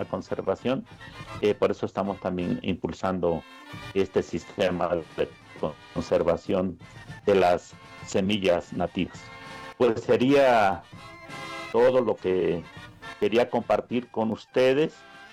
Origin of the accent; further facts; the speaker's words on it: Mexico; nosotros como mexicanos tenemos una enorme riqueza